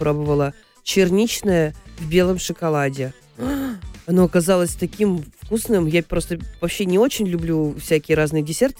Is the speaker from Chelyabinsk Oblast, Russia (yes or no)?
no; Kirov, Kirov Oblast, Russia; 1700 километров от Санкт-Петербурга до моего родного города Кирова